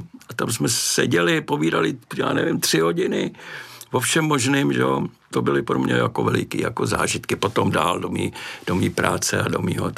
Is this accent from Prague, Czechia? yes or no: yes; Prague, Czechia; also born or lived in Boston; já jsem z Prahy